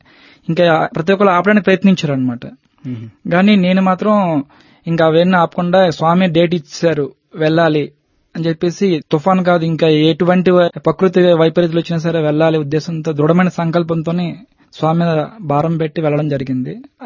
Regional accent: Srikakulam district, Andhra Pradesh, India; moved away as an adult; now in Visakhapatnam, India; యాక్చువల్గా మాది శ్రీకాకుళం డిస్ట్రిక్ట్ కోడుమల్ల మండలం. అక్కడ నుంచి నా చదువంతా అయింది. తర్వాత నా ఉద్యోగ రీత్యా విశాఖపట్నం 97లో రావడం జరిగింది. అక్కడ నుంచి విశాఖపట్నంలో స్థిరపడడం జరిగింది.

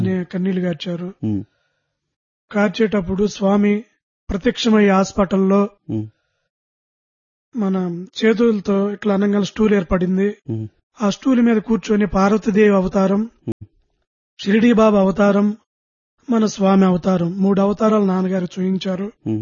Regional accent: Nandivelu, Andhra Pradesh, India; born or raised there

